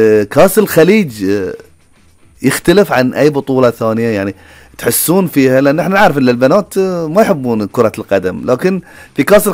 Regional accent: Bahrain; إحنا كمواطنين بحرينيين، وتجمعنا كخليجيين أيضا

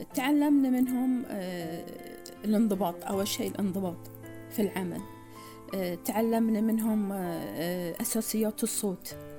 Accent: Muharraq, Muharraq Governorate, Bahrain; أنا من مواليد محرق، يعني نشأت فيها ودرست فيها

